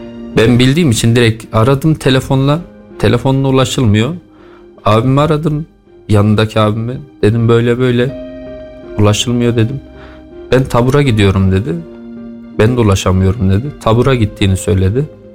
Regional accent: Sarız, Kayseri, Turkey; born there; 89 doğumluyum. Kayseri Sarızı'da doğdum.

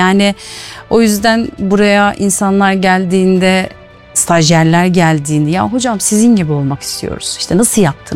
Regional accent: Kayseri, Turkey; İşte Kayseri'nin yerlisiyiz, yerlisiyiz.

